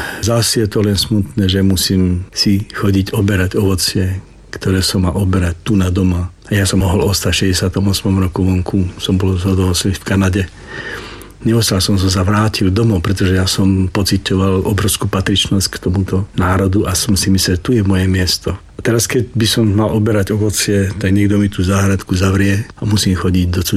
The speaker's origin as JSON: {"language": "Slovak", "region": "eastern Slovakia", "country": "Slovakia", "said": "Viete, ja som chlapec z východu a každý hovorí o východňare, že sú strašne tvrdé palice."}